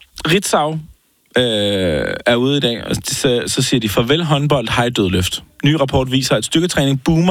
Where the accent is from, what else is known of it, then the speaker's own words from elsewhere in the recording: Amager, Capital Region of Denmark, Denmark; Som en Amager-dreng